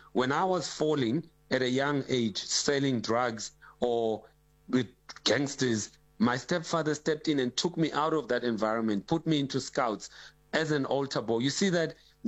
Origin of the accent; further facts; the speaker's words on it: South Africa; he didn't know that I'm from South Africa.